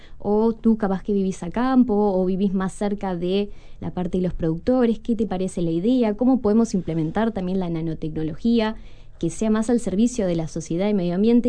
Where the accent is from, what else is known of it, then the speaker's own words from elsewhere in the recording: Montevideo, Uruguay; now in Durazno, Uruguay; Soy de Montevideo.